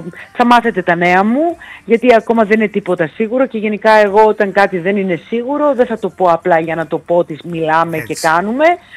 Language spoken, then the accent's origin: Greek; Thessaloniki, Central Macedonia, Greece; moved away as an adult; now in Athens, Greece; η Θεσσαλονίκη είναι η πατρίδα μου, γέννημα θρέμα Θεσσαλονικιά. Οπότε μετά από πολλά χρόνια που ήμουνα κι εγώ παιδί της Θεσσαλονίκης και δούλευα μέχρι τα 24